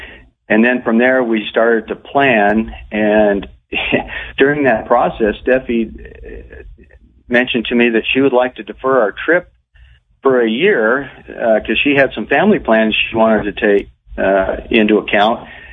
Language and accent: English; Rock Glen, Saskatchewan, Canada; also born or lived in Wyoming, United States; we grew up in the southern part, south of the community of Assiniboia. A little town, Rock Glen, is where we ended up going to school together. And we first met probably at, I was about 8 years old when I came into Canada from Wyoming.